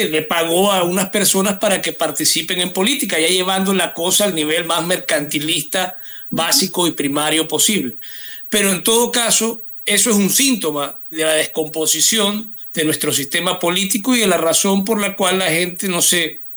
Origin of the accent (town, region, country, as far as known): Ecuador